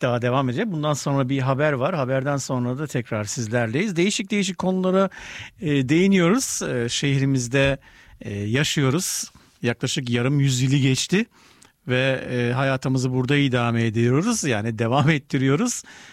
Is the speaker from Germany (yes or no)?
yes; Germany; ben burada büyüdüm, burada yetiştim. Böyle bir dönemi hiç görmedim.